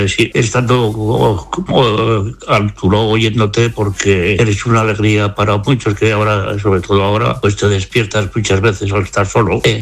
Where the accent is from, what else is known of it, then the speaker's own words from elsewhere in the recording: Logroño, La Rioja, Spain; Yo soy de Logroño … desde el primer día que tú empezaste el programa